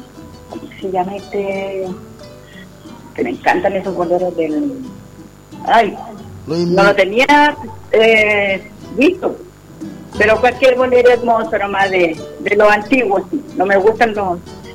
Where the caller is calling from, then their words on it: Chile; De Cerro Merquín.